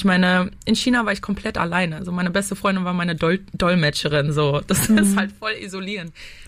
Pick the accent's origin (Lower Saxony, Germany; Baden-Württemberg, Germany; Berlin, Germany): Berlin, Germany; muss meine Heimat zurücklassen. Ich meine, ich vermisse Berlin so, so, so sehr.